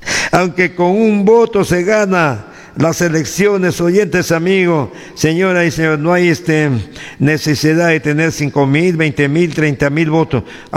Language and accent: Spanish; Peru; A mí, prácticamente como ciudadano peruano